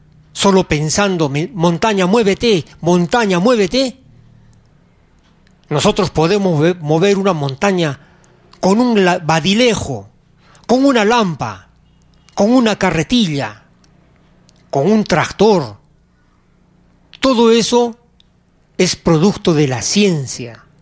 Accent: Arequipa, Peru; born there; ¿Por qué nací en Perú? ¿Por qué nací en Arequipa?

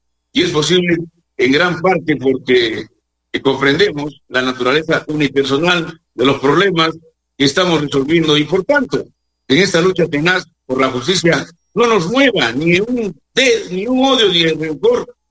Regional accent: Peru; que da vergüenza hasta decir que somos peruanos, señores.

